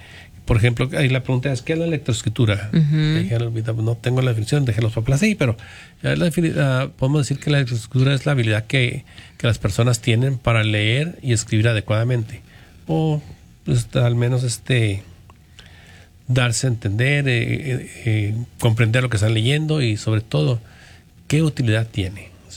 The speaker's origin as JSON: {"language": "Spanish", "town": "Delicias", "region": "Chihuahua", "country": "Mexico", "moved": "yes", "lives_now": "Wisconsin, United States", "said": "vengo de, vamos a decir, ¿de dónde vengo yo? De Chihuahua, delicia"}